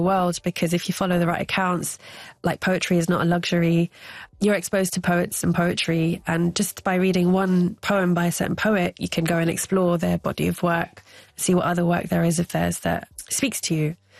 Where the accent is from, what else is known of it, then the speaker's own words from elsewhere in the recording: London, United Kingdom; I grew up, you know, as a Londoner.